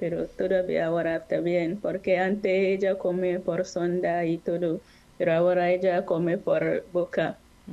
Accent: Ghana; Spanish is a second language; moved away as an adult; now in Spain; Yo nací en Ghana

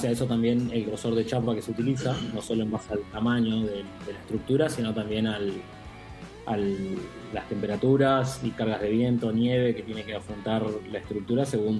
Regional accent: Neuquén, Argentina; Nosotros si bien somos neuquinos y fabricamos en Neuquén, enviamos, construimos y montamos en todo el país.

